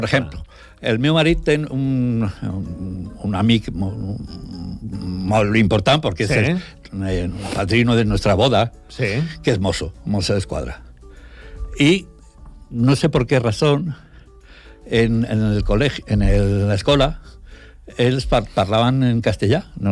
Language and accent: Catalan; Madrid, Community of Madrid, Spain; Catalan is a second language; moved away as an adult; now in Segur de Calafell, Spain; Jo sóc de Madrid, tinc 77 anys, estic casat con un català.